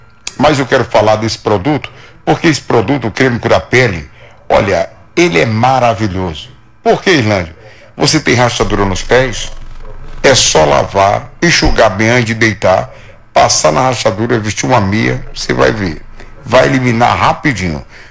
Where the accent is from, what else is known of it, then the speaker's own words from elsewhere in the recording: Santa Inês, Maranhão, Brazil; born there; minha santa Inês, minha terra querida. Eu era menino nessa época